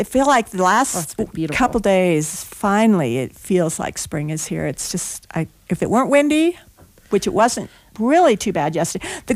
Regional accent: Boulder, Colorado, United States; I grew up in Boulder

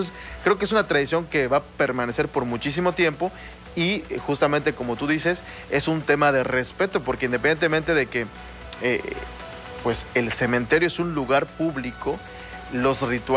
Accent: Mexico; es algo que nos marca una identidad como mexicanos

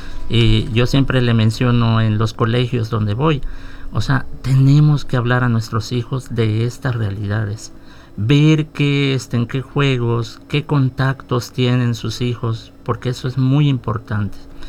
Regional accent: Mexico

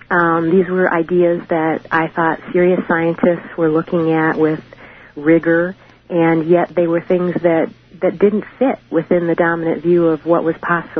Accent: Detroit, Michigan, United States; now in Petaluma, United States; I grew up in Detroit, Michigan in the 60s and 70s

